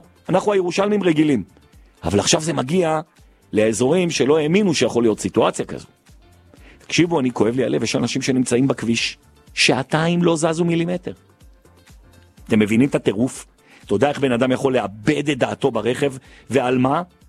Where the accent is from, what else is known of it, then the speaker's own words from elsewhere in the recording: Jerusalem, Jerusalem District, Israel; אנחנו ירושלמים